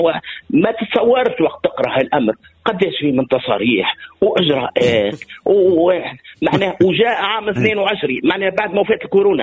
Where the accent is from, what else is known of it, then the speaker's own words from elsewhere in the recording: Tunisia; شوف احنا عندنا في تونس حاجة يلزم نقروا بها